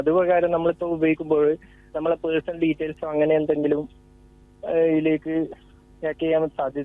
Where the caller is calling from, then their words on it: Trikaripur, Kerala, India; ഇത് തൃക്കരിപുരം സാറേ.